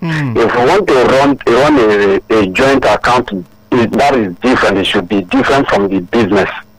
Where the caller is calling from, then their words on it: Ogun, Nigeria; I'm calling from Egba.